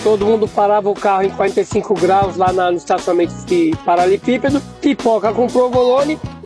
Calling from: São Paulo, Brazil; Como eu sou do Butantã, na minha época, a gente tinha a USP como nosso quintal.

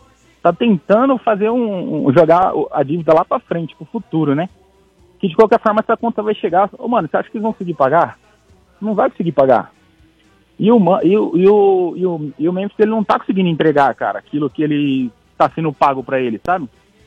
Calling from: Osasco, São Paulo, Brazil; Aqui eu falo de Osasco, Vila Menque.

